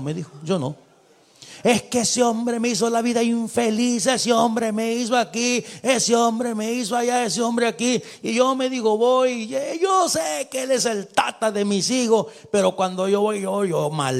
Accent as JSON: {"language": "Spanish", "country": "El Salvador", "said": "los que somos de El Salvador, por lo menos tenemos la sangre de Atlacat dentro de nosotros."}